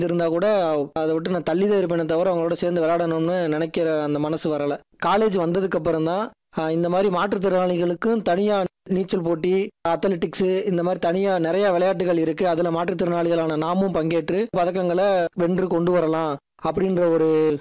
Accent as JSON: {"language": "Tamil", "area": "Ramanathapuram", "region": "Tamil Nadu", "country": "India", "tie": "born or raised there", "moved": "as an adult", "lives_now": "Madurai, India", "said": "சொந்த ஊர் வந்து ராமநாதபுரம். நான் இங்கே ராமநாதபுரத்தில் ஒரு சின்ன கிராமத்துல இருந்துதான் இங்கே வந்திருக்கேன். ராமநாதபுரத்தில் என்னோட கிராமத்தோட பேர் வந்து பெருங்கருணை. அந்த ஊர்ல இருந்து என்னோட படிப்புக்காக தான் மதுரைக்கு வந்தேன்."}